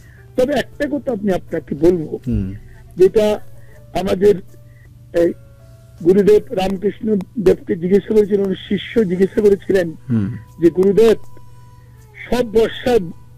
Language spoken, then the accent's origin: Bangla; Belonia, Tripura, India; born there; now in Agartala, India; আসলে আমি আগরতলার বাসিন্দা হলেও আমার জন্ম বিলোনিয়াতে।